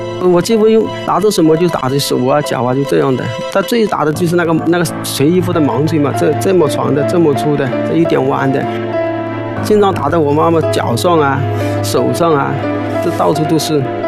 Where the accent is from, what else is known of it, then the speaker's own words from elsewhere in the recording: Nanchang, Jiangxi, China; 大家好，我来自江西南昌，我来这里寻找比我猜早的秘密。